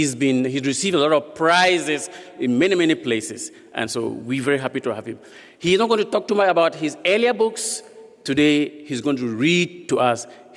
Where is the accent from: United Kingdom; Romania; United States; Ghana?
Ghana; Even though she's from Burkina Faso and I'm from Ghana, we speak the same language.